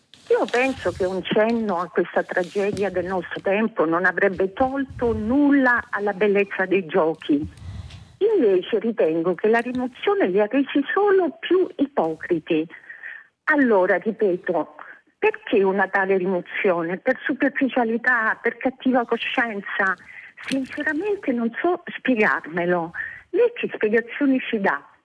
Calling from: Taranto, Apulia, Italy; siamo da Taranto.

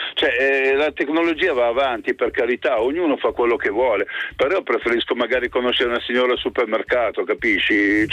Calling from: Sesto Calende, Lombardy, Italy; io sono di Sesto Calende, provincia di Varese

